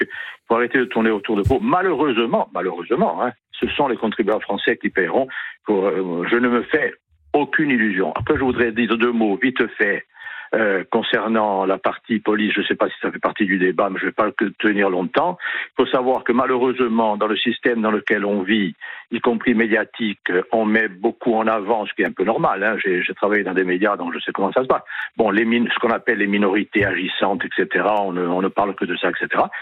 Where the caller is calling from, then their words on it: Oletta, Corsica, France; d'un village à côté de Bastia, Oletta.